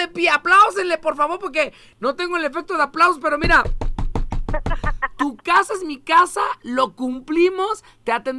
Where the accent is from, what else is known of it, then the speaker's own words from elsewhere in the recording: Mexico; Cosas que solamente hacemos los mexicanos, güey.